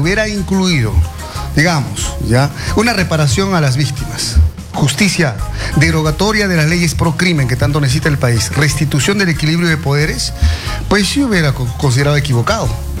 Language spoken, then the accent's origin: Spanish; Cusco, Peru; yo vengo de la región del Cusco.